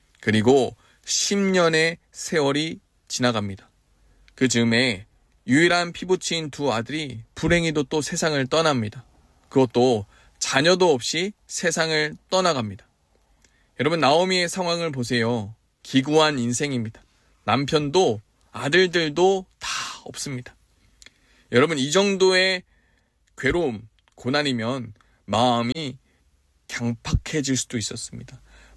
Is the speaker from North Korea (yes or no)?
no; Seoul, South Korea; moved away; 저의 고향은 서울입니다. 개인적으로 짧은 인생 가운데에 이사를 꽤나 많이 한 것 같습니다. 이번이 벌써 다섯 번째 이사입니다.